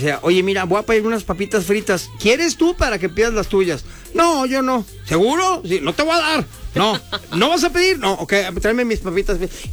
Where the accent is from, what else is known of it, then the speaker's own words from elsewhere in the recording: Guadalajara, Jalisco, Mexico; moved away; also born or lived in Mexico City; Yo cuando llegué a la Ciudad de México, pues me llevé mi coche y yo, bien acostumbrado, como buen tapatío